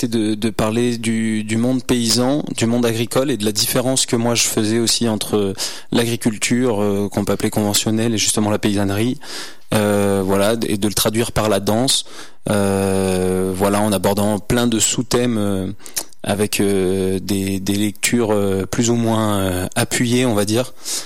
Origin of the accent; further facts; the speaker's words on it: Monestier-du-Percy, Auvergne-Rhône-Alpes, France; now in Mens, France; Ouais, alors moi j'ai grandi ici, j'ai grandi à Monessier du Percy, puis maintenant sur Mainz.